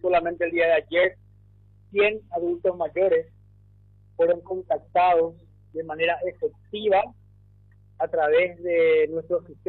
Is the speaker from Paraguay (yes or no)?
yes; Paraguay